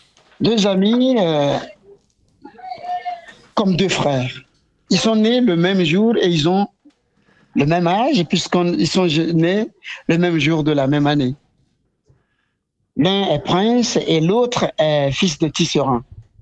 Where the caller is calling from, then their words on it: Lomé, Maritime, Togo; Alors, le Togo est un petit pays d'Afrique de l'Ouest.